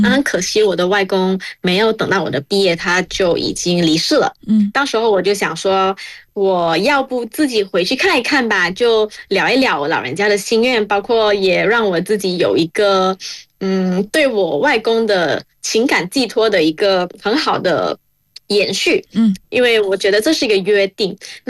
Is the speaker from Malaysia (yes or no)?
yes; Malaysia; moved away as an adult; now in Beijing, China; 作为一个土生土长的马来西亚华人